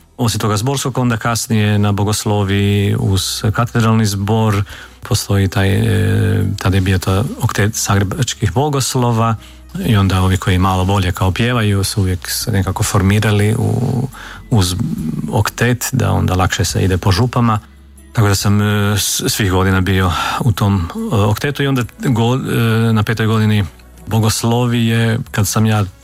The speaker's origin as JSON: {"language": "Croatian", "town": "Hodošan", "region": "Međimurje County", "country": "Croatia", "tie": "born or raised there", "said": "Ja sam odrastao u Međimurju, u župi Svete Juraja u Trnju, jednom malom mjestu Hodošan, koji je filijala te župe."}